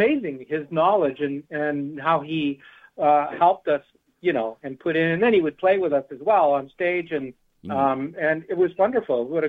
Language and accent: English; Canada; now in Toronto, Canada; We are Canadian, and we live in Toronto